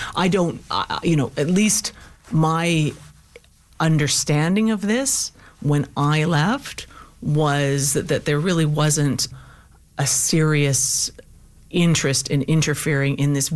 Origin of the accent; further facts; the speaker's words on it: Calgary, Alberta, Canada; I grew up in Calgary. I have, my parents are in Lethbridge. I have family in Calgary, and it's a remarkable province.